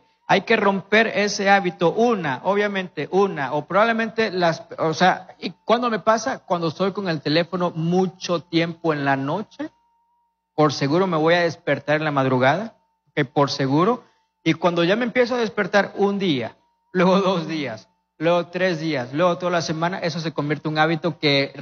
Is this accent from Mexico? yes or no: yes; Mexico; Crecí con mis abuelos en México